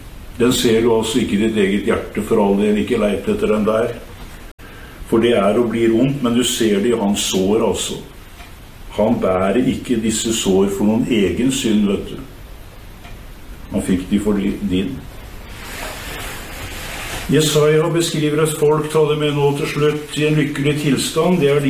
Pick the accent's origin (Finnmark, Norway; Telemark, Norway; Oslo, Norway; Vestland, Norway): Telemark, Norway; Kragerø; der jeg kommer fra, Sandral Kragerø.